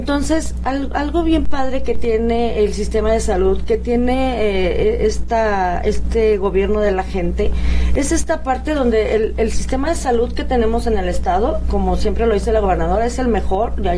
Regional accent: Irapuato, Guanajuato, Mexico; de mi tierra fresera que quiero tanto

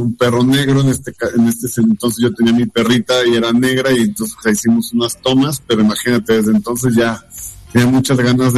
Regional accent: Mexico

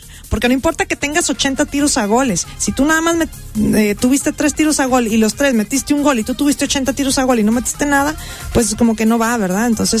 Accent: Mexico; Cuando ganan, sí somos mexicanos

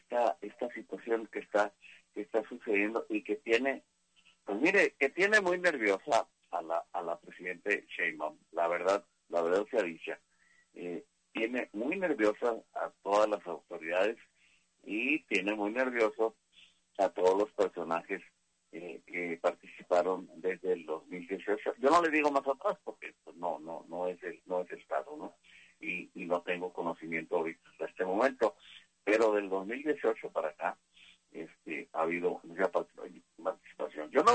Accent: Ensenada, Baja California, Mexico; en la Cenicienta del Pacífico en Ensenada, mi tierra natal.

